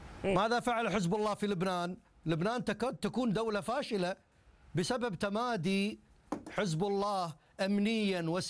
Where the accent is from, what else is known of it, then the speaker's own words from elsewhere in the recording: Iraq; لكن للأسف نحن دائما من العراق